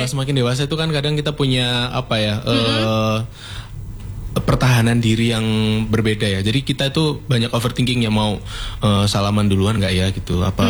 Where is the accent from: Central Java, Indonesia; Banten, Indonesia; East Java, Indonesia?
East Java, Indonesia; Kediri; also born or lived in Sidoarjo; Lah, jadi dulu aku waktu kecil itu udah dipondoin, waktu umur 4 tahun itu aku dipondoin di Kediri.